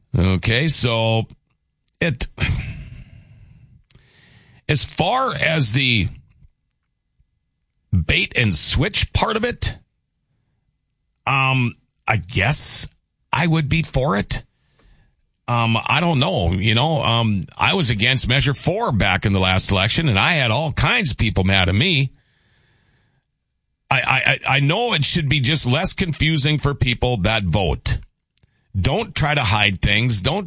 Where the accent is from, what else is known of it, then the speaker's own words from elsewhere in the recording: Minnesota, United States; Thank goodness, you know, I'm a Minnesotan, so I don't have any skin in the game.